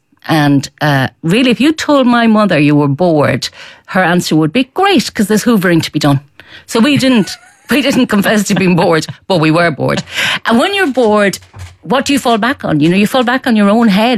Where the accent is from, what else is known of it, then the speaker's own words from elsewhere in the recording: Galway, Connacht, Ireland; growing up in Galway, where we had a lot of street theatre with Mockness and stuff.